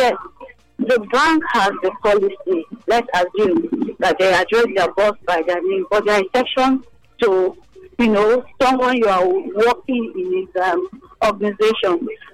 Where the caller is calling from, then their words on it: Nigeria; I'm calling from Benin, New Benin.